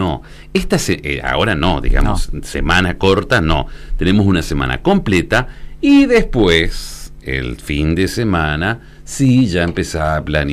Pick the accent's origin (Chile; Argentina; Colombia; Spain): Argentina